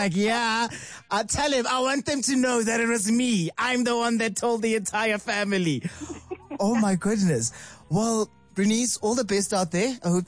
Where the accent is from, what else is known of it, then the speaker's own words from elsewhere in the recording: Alberton, Gauteng, South Africa; Anyway, we're going to my hometown, Alberton, where all the juicy secrets start.